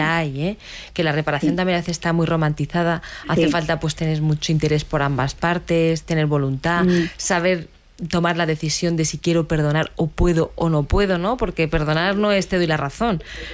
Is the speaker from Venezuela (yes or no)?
no; Águilas, Region of Murcia, Spain; born there; Bueno, yo soy nacida en Águilas